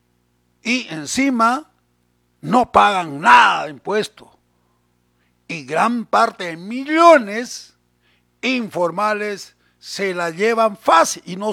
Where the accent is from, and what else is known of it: Peru